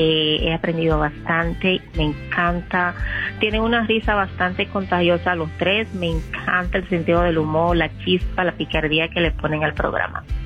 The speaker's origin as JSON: {"language": "Spanish", "country": "Dominican Republic", "moved": "yes", "lives_now": "Baltimore, United States", "said": "Soy original de la República Dominicana, pero ya vivo por aquí, por los Estados Unidos, hace un tiempito"}